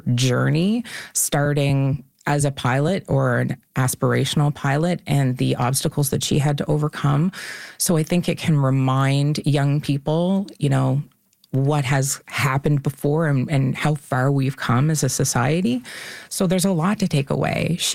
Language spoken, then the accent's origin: English; Kennebecasis Valley, New Brunswick, Canada; also born or lived in Saint John; I'm originally from the Kennebecasis Valley. So I was in university in St. John at the time